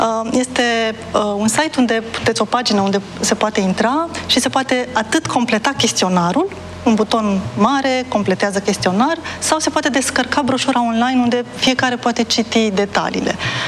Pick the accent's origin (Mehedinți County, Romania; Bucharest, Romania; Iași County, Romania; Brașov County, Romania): Brașov County, Romania; Brașov; Aici în București este deja o maternitate, în Brașov, acolo de unde sunt eu, în Timișoara.